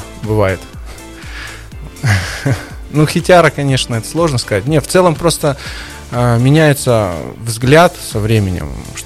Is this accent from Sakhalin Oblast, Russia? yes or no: yes; Sakhalin Oblast, Russia; Да, я с Сахалина, мне 39 лет